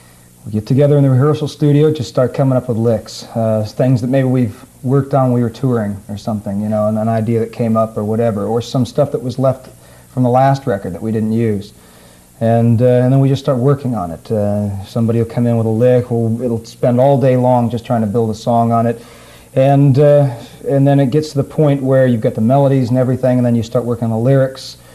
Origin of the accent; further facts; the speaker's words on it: Oakland, California, United States; We're all born and raised in Oakland.